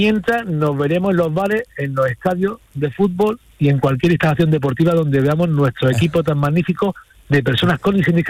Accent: Andalusia, Spain; Pues tenemos dos pilotos en mi tierra del Geoparque.

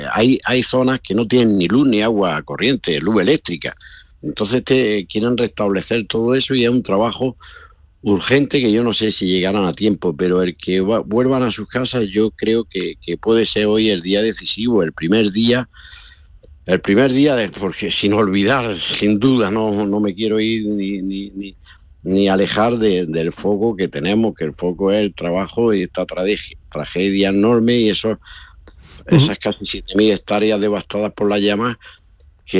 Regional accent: Carrizalejo, Andalusia, Spain; hay un incendio en mi pueblo, entre Los Gallardos y Sorbas, que es el pueblo, Carrizalejo, toda la zona esta, ¿no?

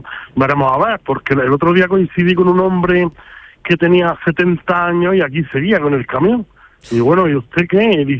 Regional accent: Chimeneas, Andalusia, Spain; Sí, Granada capital, mi pueblo Chimenea, las mejores fiestas de Navidad del pueblo

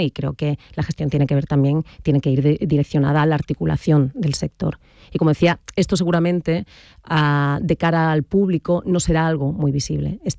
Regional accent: Andalusia, Spain; also born or lived in Catalonia; yo soy andaluza

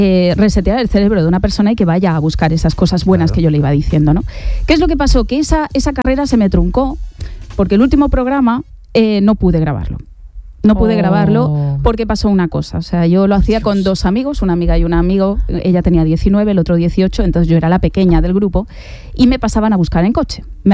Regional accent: Calvià, Balearic Islands, Spain; moved away; Yo tenía 15 años. Yo colaboraba en una radio de estas locales de ahí de mi pueblo, de Calvía

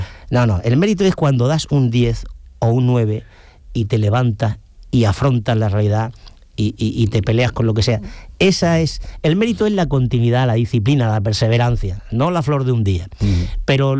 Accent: Ubrique, Andalusia, Spain; A mí me tira mucho Cádiz. Yo siempre digo que soy un gaditano con piel de ubrique, pero a mí Jerez me gusta mucho.

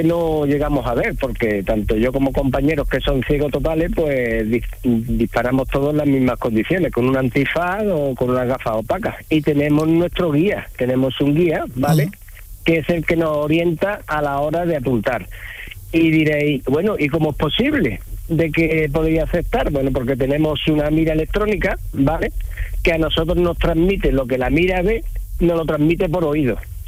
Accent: Jerez, Andalusia, Spain; now in El Gastor, Spain; Mira, yo soy de Jerez, vale. Pero vivo entre el bosque desde hace mucho tiempo y el Gastor, el pueblo de mi pareja.

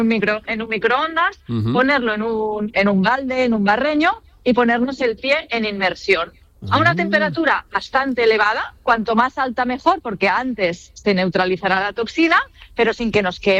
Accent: Catalonia, Spain; que soy de cerca de Barcelona

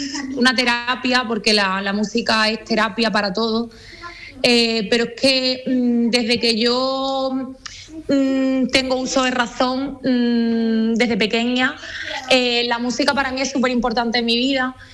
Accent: Lepe, Andalusia, Spain; que yo soy de aquí, de Lepe

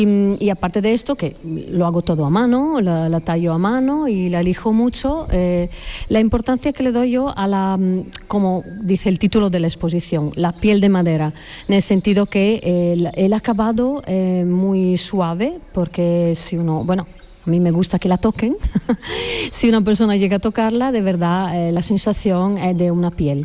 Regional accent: northern Italy, Italy; Spanish is a second language; moved away as an adult; now in Jerez, Spain; Los ritmos de Jerez son diferentes del norte de Italia, de donde vengo yo.

